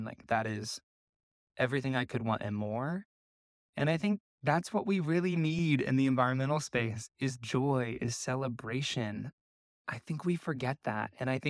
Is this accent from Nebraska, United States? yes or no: yes; Nebraska, United States; born or raised there; moved away